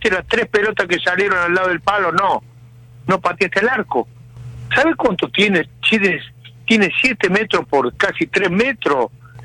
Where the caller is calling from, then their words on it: Argentina; cómo somos los argentinos.